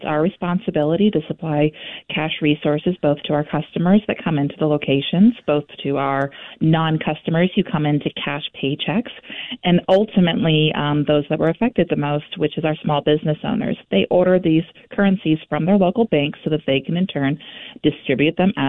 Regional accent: Maine, United States; Well, so for me, I'm actually not from Vermont. I grew up in central Maine, and I used to vacation up in Vermont with my grandparents

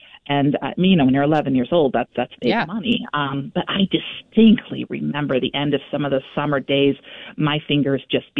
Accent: Maine, United States; Well, so for me, I'm actually not from Vermont. I grew up in central Maine, and I used to vacation up in Vermont with my grandparents

